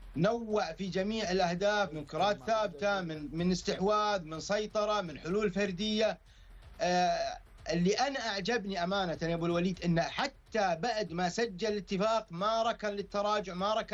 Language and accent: Arabic; Saudi Arabia; عمل مميز من كابتن سعد الشهري اللي إحنا كمدربين سعوديين نفتخر فيه